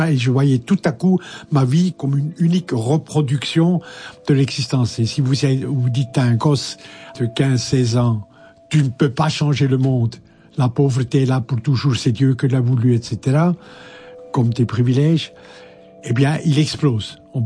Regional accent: Bern, Switzerland; dans la région où j'ai grandi, au Préalpes, dans les Préalpes bernoises

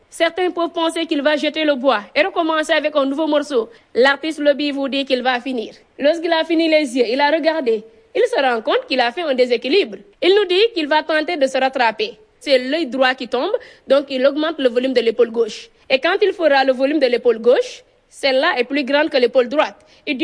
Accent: Fatick, Senegal; first language Serer; French is a second language; Je le ferai dans ma langue maternelle parce que je suis serrer Sine surtout.

